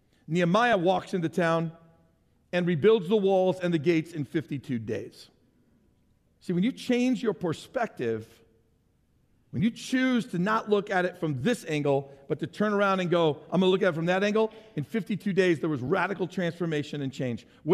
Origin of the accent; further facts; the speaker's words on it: St. Louis, Missouri, United States; my hometown of St. Louis.